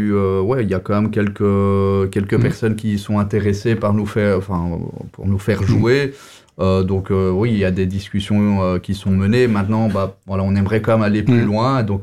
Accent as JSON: {"language": "French", "town": "Ottignies", "region": "Wallonia", "country": "Belgium", "tie": "born there", "lives_now": "Namur, Belgium", "said": "Voilà, donc moi je suis né à Otigny."}